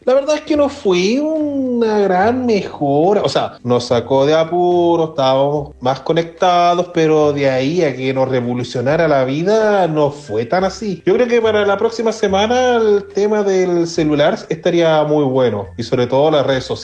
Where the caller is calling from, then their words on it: Chile; te hablo desde Chile.